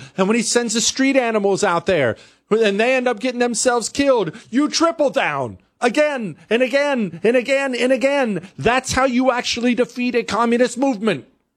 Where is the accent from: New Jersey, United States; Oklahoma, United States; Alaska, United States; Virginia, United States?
Oklahoma, United States; I'm from Oklahoma.